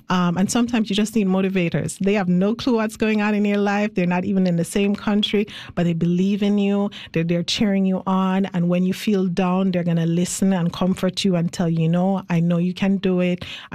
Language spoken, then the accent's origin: English; Jamaica; Just recently, I felt that way when Hurricane Melissa just trampled a third of my home country, Jamaica, at least my first home.